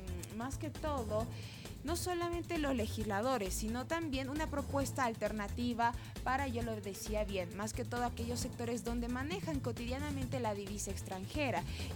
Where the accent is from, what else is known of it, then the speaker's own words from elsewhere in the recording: Bolivia; a nosotros como población boliviana